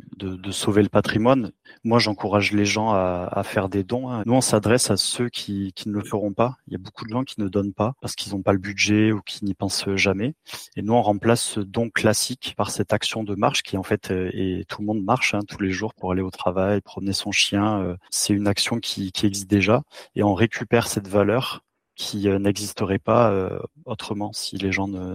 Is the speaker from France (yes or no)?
yes; Montpellier, Occitanie, France; Eric et moi, on est même natifs de Montpellier.